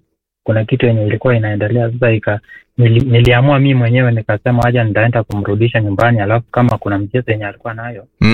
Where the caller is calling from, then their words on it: Narok County, Kenya; Nyumbani ni Narok County.